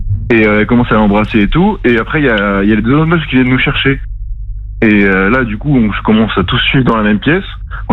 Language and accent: French; Périgueux, Nouvelle-Aquitaine, France; now in Lyon, France; je viens de Périgueux à la base.